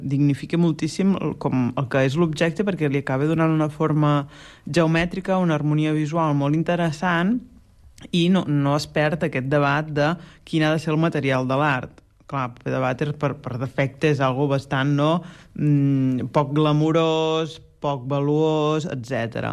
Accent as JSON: {"language": "Catalan", "town": "Blancafort", "region": "Catalonia", "country": "Spain", "tie": "born or raised there", "said": "tu ja saps que jo soc de Blancafort"}